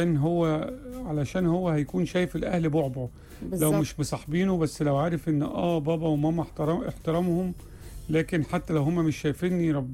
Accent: Tunisia; السلام عليكم،

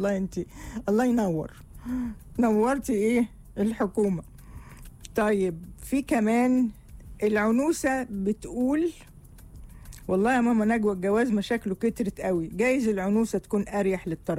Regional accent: Saudi Arabia; من السعوديه.

